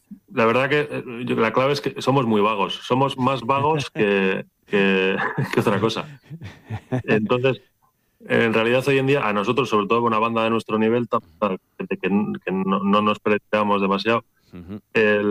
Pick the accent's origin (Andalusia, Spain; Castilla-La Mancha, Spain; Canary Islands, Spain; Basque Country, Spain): Basque Country, Spain; Lekeitio; now in Durango, Spain; Y yo soy de Lekeitio, pero bueno, vivo en Durango.